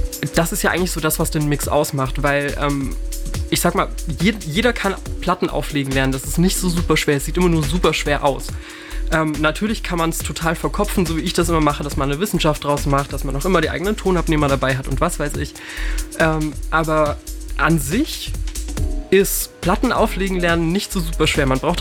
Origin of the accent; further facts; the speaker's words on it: Cologne, North Rhine-Westphalia, Germany; Ich komme aus Köln.